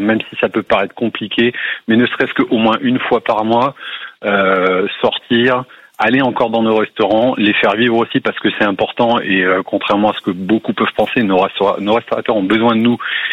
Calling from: Bourgogne-Franche-Comté, France; Alors je vous appelle de Besançon, mais j'habite à côté de Dijon.

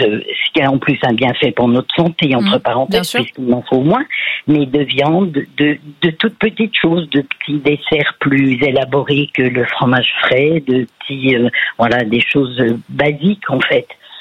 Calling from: Fontaines, Bourgogne-Franche-Comté, France; Je vous appelle de Fontaine, à côté de Chalon-sur-Saône, en Saône-et-Loire.

